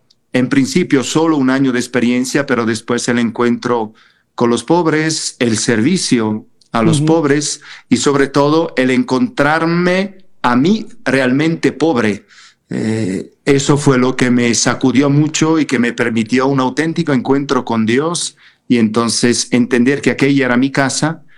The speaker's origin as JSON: {"language": "Spanish", "town": "Bergamo", "region": "Lombardy", "country": "Italy", "said": "yo soy italiano, vengo de la provincia de la diócesis de Bérgamo, conocida por ser la diócesis del Papa Juan XXIII"}